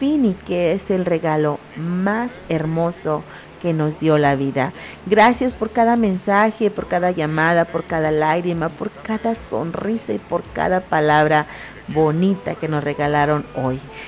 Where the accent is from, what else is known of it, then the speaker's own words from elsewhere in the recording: Tizimín, Yucatán, Mexico; la que siempre les habla con el corazón en la mano, transmitiendo con mucho orgullo y todo el cariño del mundo desde mi tierra hermosa, desde Tizimín, Yucatán